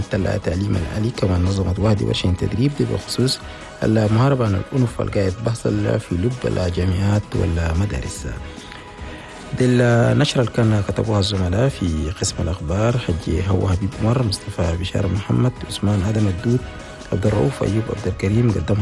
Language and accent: Arabic; Chad; الأسبوع الوطني هنا تيرب الشدر في بلدنا تشاد.